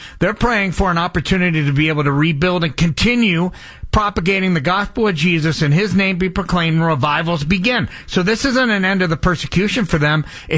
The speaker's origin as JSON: {"language": "English", "region": "New Hampshire", "country": "United States", "tie": "born or raised there", "said": "Growing up in New Hampshire, heading to Sunday night services, Community Chapel, Church of the Nazarene."}